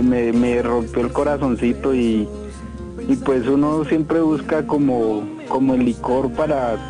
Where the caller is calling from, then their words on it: Tuta, Boyacá, Colombia; Tuta Boyacá